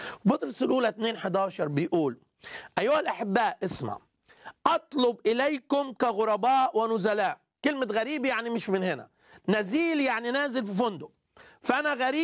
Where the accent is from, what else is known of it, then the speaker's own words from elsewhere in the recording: Egypt; أنا باسبوري مصري